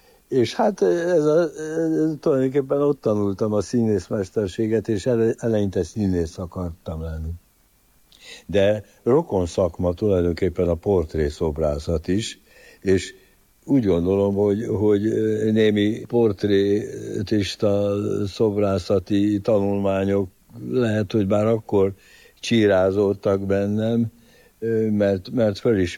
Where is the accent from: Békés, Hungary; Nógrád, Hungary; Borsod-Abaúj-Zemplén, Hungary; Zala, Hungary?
Békés, Hungary; Csanádapáca; also born or lived in Săcueni (Székelyhíd), Romania; menekült a két gyerekével, egy-két rokonunk segítségével Csanádapácára vissza, ahol született, és ott nevelkedtem én is.